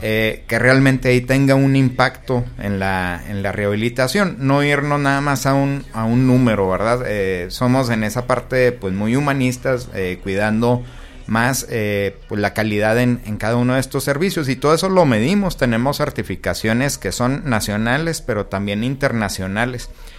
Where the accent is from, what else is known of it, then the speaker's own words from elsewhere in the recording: Mexico; es una responsabilidad muy muy grande que tenemos como claro, mexicanos